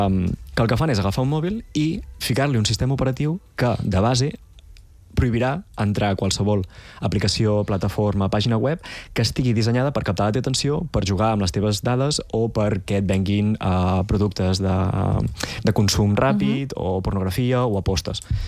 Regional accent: Olot, Catalonia, Spain; Que si jo necessito anar a Barcelona i sóc d'Olot, doncs necessito un Google Maps per arribar on he d'arribar.

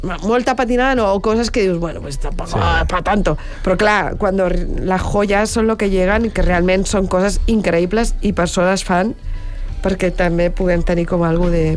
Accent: Catalonia, Spain; Som catalans

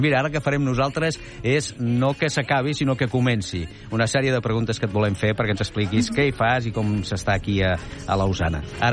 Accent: Catalonia, Spain; Però vist com a catalana, aquesta capacitat d'assimilar

